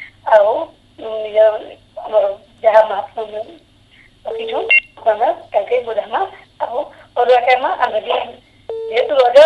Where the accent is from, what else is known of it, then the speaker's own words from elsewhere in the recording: Kumbhari, Odisha, India; ସେଥିଲାଗି ଆମର ଗାଁରେ ଆମର କୁମ୍ଭାରୀରେ ସବୁ ମନ୍ଦିରରେ ଯେହେତୁ ପୂଜାପାଠ ମାନେ ହଉଛେ ପୁରା ଭୋରୁ ଯାଉ ଯାଉଛନ୍ତି ସେମାନେ ଆଉ ପୂଜାପାଠ ବହୁତ ସୁନ୍ଦର କରି କରୁଛନ୍।